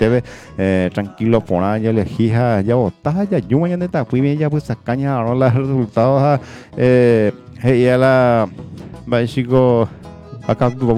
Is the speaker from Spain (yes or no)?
no; Paraguay; como buen ciudadano, como buen paraguayo que somos, ya cumpliendo el derecho al sufragio